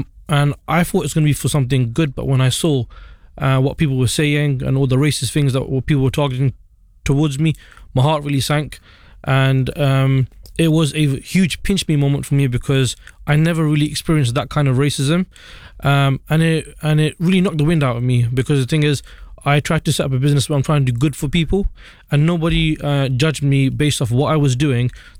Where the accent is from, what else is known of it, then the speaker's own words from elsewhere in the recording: London, United Kingdom; what I've done as a Londoner